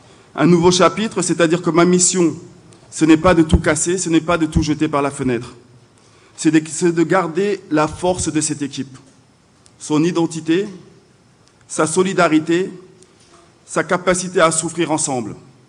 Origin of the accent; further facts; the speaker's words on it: Dakar, Senegal; born there; moved away; je suis né ici à Dakar, mes parents sont nés à Dakar, toute ma famille, mon histoire est ici à Dakar.